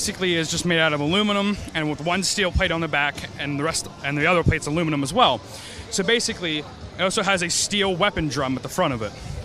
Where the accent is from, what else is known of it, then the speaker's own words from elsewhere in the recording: Southmoreland, Pennsylvania, United States; I'm from Southmoreland.